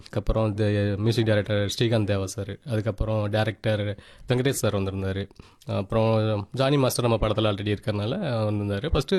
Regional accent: Coimbatore, Tamil Nadu, India; நான் கோயம்புத்தூர் சார் அப்படின்னு சொல்லி சொல்லியிருந்தேன்.

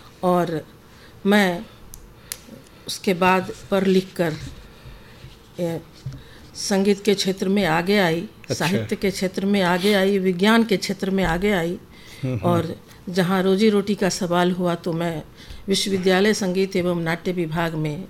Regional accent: Madhubani, Bihar, India; now in Darbhanga, India; मैं यहाँ रहने वाली तो मधुबनी की हूँ।

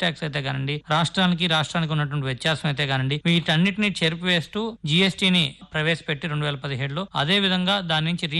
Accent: Andhra Pradesh, India; మా స్వగ్రామం అయినటువంటి మరిబంధం ఊరిని

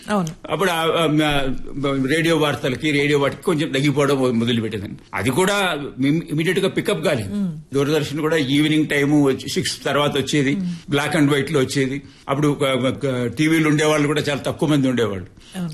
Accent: Kadapa, Andhra Pradesh, India; నేను ఇంకా స్కూల్లో ఉండగానే మొట్టమొదటిసారి కడపలో కూడా మా నేటివ్ ప్లేస్ లో రిలే స్టేషన్ పెట్టారు, రేడియో స్టేషన్.

